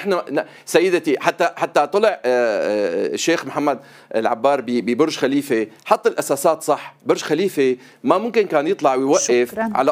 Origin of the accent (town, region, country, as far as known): Syria